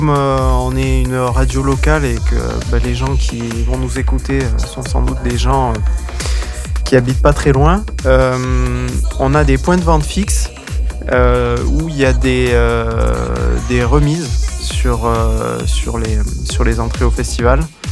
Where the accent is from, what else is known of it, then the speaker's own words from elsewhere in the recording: Nîmes, Occitanie, France; born there; je suis né à Nîmes et dans le Gard, on appelle ça une pena.